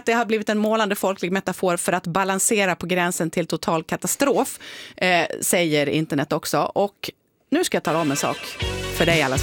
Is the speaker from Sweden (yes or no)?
yes; Malung, Dalarna County, Sweden; moved away; jag kommer från Malung